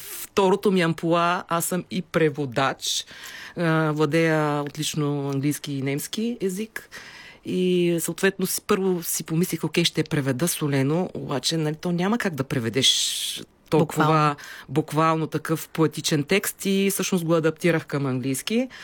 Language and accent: Bulgarian; Shabla, Dobrich Province, Bulgaria; born or raised there